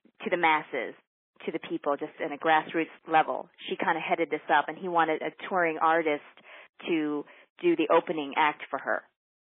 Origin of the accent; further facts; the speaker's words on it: Los Angeles, California, United States; also born or lived in Toronto, Canada; now in Naples, United States; I was singing since I was 8 years old in Los Angeles because that's where I grew up.